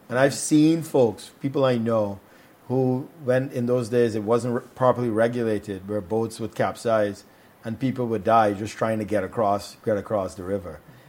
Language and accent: English; Guyana; I'm from the West Coast.